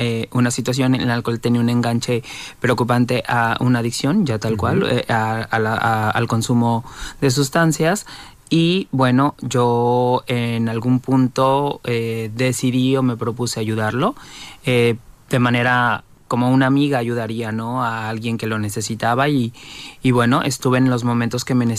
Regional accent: Mexico; now in Barcelona, Spain; De la parte de que yo soy mexicana, tengo 4 años viviendo en Barcelona y, bueno, salgo precisamente de México.

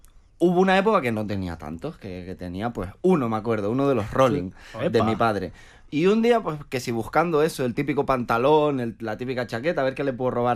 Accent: Canary Islands, Spain; yo que soy canario

